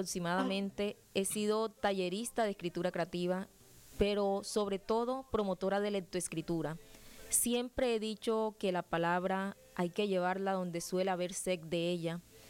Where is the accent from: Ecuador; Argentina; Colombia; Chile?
Colombia; Montería, Córdoba; Iniciaré con un poema dedicado a Montería, de donde soy.